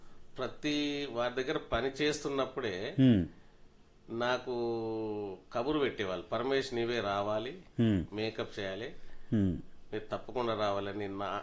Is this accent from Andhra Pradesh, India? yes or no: no; Gandravupalli, Telangana, India; మా ఊరు వచ్చేసి గ్రామం గండ్రవుపల్లి